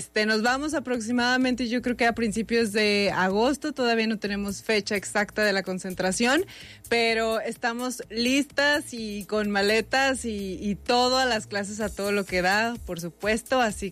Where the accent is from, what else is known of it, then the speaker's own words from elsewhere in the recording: Aguascalientes, Mexico; now in Guadalajara, Mexico; más que ser hidrocálida, ya también me considero tapatía